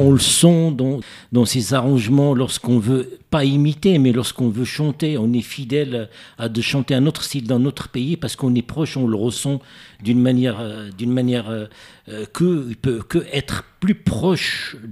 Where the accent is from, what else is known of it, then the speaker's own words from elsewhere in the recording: Casablanca, Casablanca-Settat, Morocco; Bien sûr, c'est ma ville natale également.